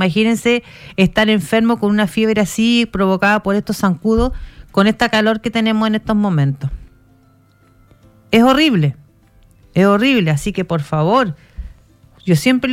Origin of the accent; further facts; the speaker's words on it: Chile; somos chilenos.